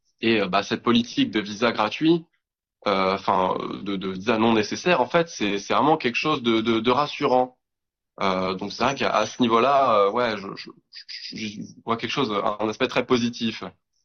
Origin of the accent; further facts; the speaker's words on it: France; moved away as an adult; now in China; quand on vient de France